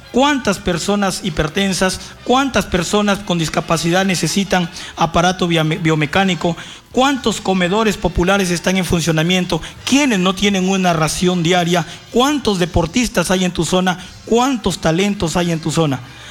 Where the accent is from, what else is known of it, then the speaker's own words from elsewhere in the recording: Talara, Piura, Peru; Yo soy de Mario Aguirre, Talara, y como soy de Mario Aguirre, a mí no me cuentan. Yo lo he vivido en el asentamiento humano, en la invasión Claudia Romero, hoy en Mario Aguirre